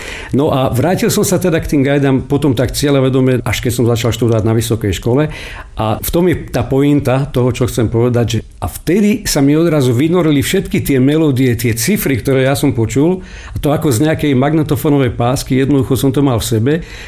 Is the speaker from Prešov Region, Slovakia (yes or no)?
no; Zlaté Moravce, Nitra Region, Slovakia; also born or lived in Veľká Lehota; Som mal 5 rokov, keď sme sa z mojho rodiska, z Veľkej Lehoty odsťahovali do Zlatých Moraviec